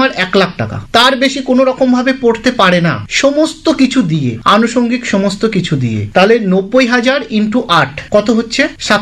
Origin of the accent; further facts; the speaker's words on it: Kashtodanga, West Bengal, India; আমার গ্রাম কাষ্টডাঙ্গা, police station Haringhata, district Nadia